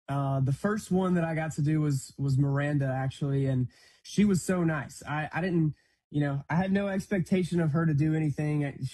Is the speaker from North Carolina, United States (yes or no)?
no; Birmingham, Alabama, United States; moved away as an adult; now in Nashville, United States; I am from Birmingham, obviously, Birmingham, Alabama, and I moved up to Nashville full-time less than a year ago now.